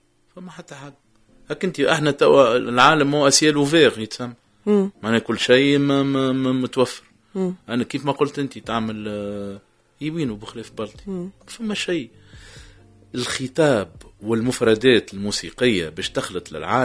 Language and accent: Arabic; Tunisia